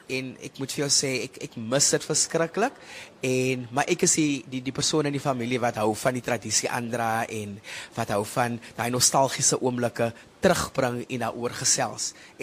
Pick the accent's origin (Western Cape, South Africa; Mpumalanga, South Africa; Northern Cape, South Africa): Western Cape, South Africa; Grabouw; moved away; Dis my hartsplek hierso. Ek is 'n boerling van die Grabouw wêreld en dit is 'n full circle moment nou vir my om terug te wees in my geboortedorp.